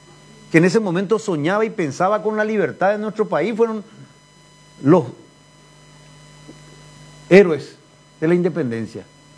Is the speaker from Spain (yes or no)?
no; Paraguay; Me siento representado como paraguayo.